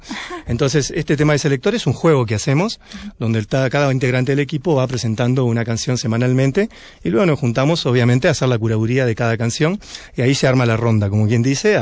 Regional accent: Uruguay; Nosotros somos del Río de la Plata

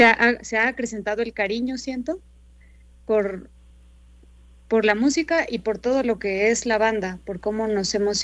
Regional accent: Oaxaca, Mexico; now in Mexico City, Mexico; Yo soy oaxaqueña, yo desde chica quería aprender a tocar la trompeta y entonces comencé hasta que llegué aquí a la Ciudad de México

